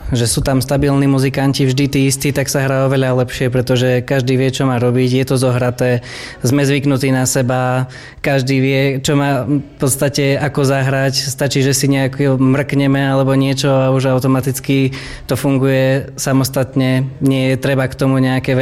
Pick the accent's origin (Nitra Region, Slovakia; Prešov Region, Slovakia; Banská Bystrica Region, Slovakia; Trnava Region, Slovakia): Banská Bystrica Region, Slovakia; Helpa; Ja tým, že pochádzam z Helpy